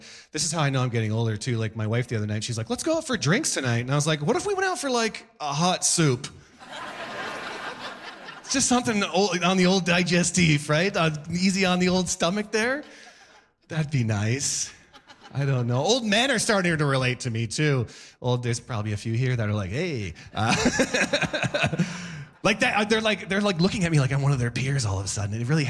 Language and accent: English; Canada; now in Los Angeles, United States; I'm very happy to be back in Canada. I am Canadian. I live in Los Angeles now.